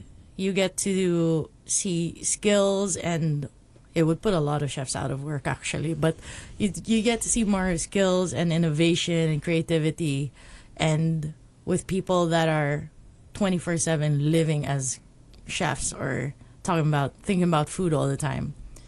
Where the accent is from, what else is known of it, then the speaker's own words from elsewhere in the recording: Philippines; now in Hong Kong; To summarize the whole journey of being a Filipino and what it is to be a Filipina.